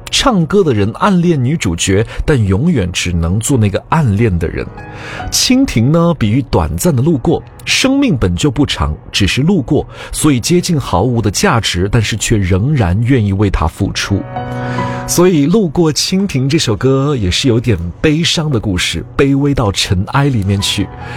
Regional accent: Hunan, China; 我们湖南这边

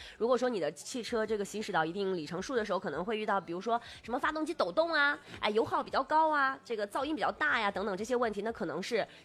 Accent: Inner Mongolia, China; moved away; 虽然我是内蒙古人啊，

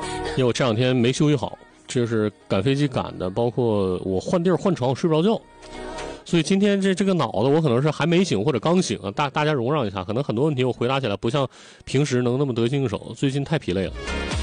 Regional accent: Dalian, Liaoning, China; 因为咱们家乡的球队，我们大连人对足球的这个喜爱，全球共睹

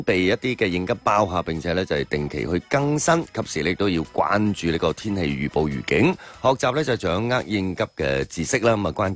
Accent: Guangdong, China; 我哋作为广东人啊嘛

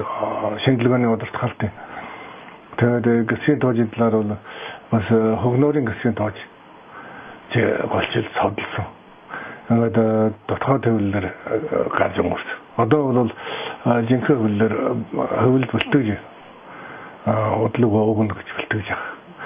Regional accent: Inner Mongolia, China; Би бол одоо Өвөр Монголын улаад төтийн Бэрмбар хошууны Шармөрөн сум төрж өссөн нэ. Малчны хөвгт.

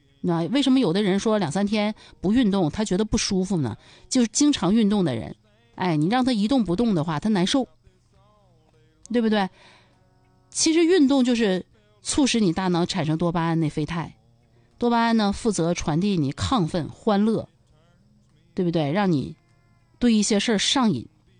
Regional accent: Harbin, Heilongjiang, China; moved away; 我哈尔滨人，我家给我邮来的，

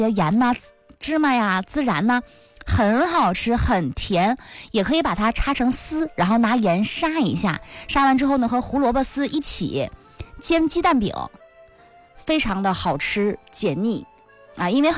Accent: Northeast China, China; 春笋其实对于我们东北人来说呢，吃的可能没有那么的多

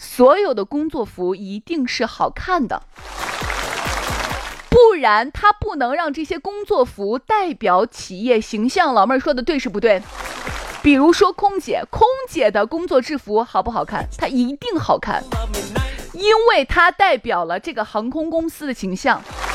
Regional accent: Shaanxi, China; 我们陕西人

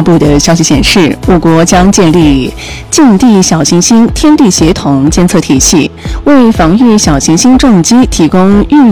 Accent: Xinjiang, China

